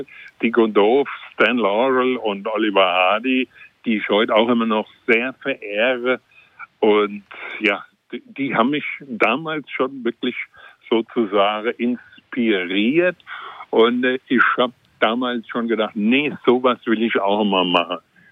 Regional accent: Bad Homburg, Hesse, Germany; accent: Hessian; komme aus Hessen, ursprünglich aus der Nähe von Frankfurt. Vielleicht kennt jemand Bad Homburg, da bin ich groß geworden in der Ecke.

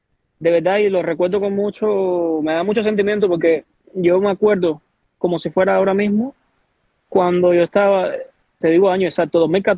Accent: Cuba; moved away as an adult; also born or lived in Santiago de Cuba / Havana / Spain; now in Switzerland; yo soy un artista cubano, radicado ahora mismo aquí en Suiza

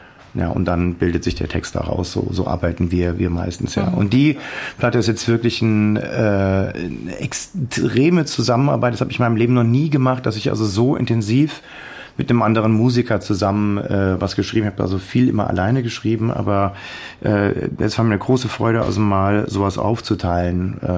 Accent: Hesse, Germany; Ich bin Hesse, gell?

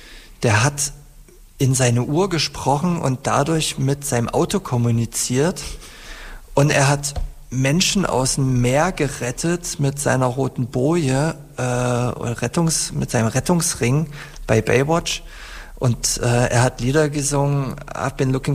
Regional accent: East Germany, Germany; meinen eigenen persönlichen Erinnerungen an meine Kindheit in der DDR und an meine Jugend im wiedervereinigten Deutschland.

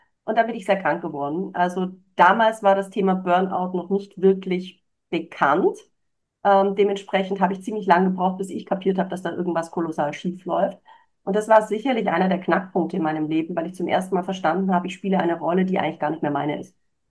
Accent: Germany; moved away as an adult; also born or lived in Spain; Als die Schule vorbei war, war klar, dass ich nicht in Deutschland, also ich bin gebürtige Deutsche, bleiben werde, bin sofort nach Spanien gezogen.

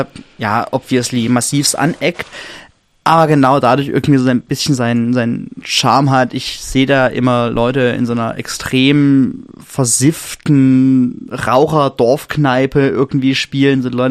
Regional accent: Dresden, Saxony, Germany; Ich komme aus Dresden.

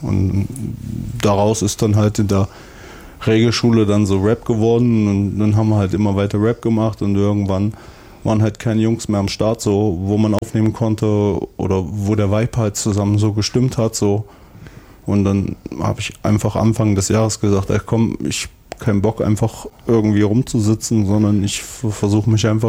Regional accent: Erfurt, Thuringia, Germany; born or raised there

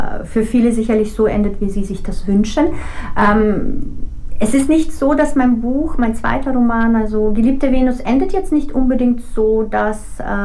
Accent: Russia; moved away; Viele wissen nicht, dass ich gebürtige Russin bin.

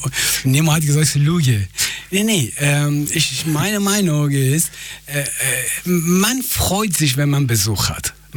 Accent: Iran; German is a second language; now in Germany; du sollst nicht beleidigt, als Iraner, du sollst nicht beleidigt sein, wenn die dich fragen, ob du zu essen bleibst.

